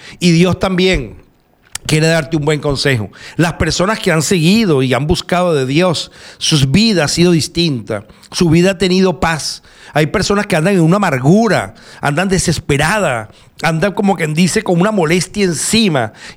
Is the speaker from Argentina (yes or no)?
no; Venezuela; moved away as an adult; Yo me voy en este momento de aquí de Venezuela, del barrio donde me crié, donde estuve toda mi vida